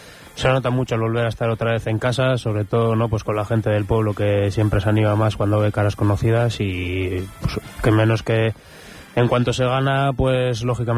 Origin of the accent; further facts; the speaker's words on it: Castro Urdiales, Cantabria, Spain; Aunque no seamos todos canteranos por circunstancias de equipos, pero bueno, somos todos de Castro principalmente.